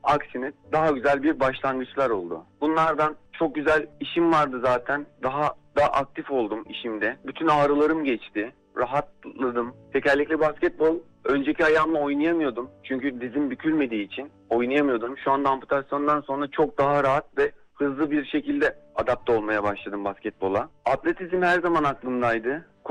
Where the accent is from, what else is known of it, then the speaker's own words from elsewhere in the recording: İzmir, Turkey; born there; İzmir doğumluyum.